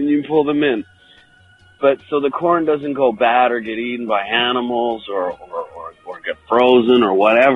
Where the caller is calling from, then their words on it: Canada; I'm calling from Canada.